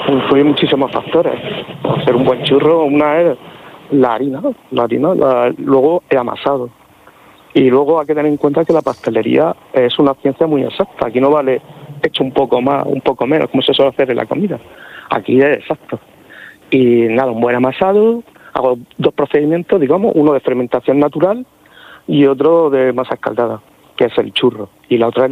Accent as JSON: {"language": "Spanish", "town": "Cartagena", "region": "Region of Murcia", "country": "Spain", "tie": "born or raised there", "said": "A mi ciudad natal, que es Cartagena, y a mi región de Murcia, que es mi comunidad."}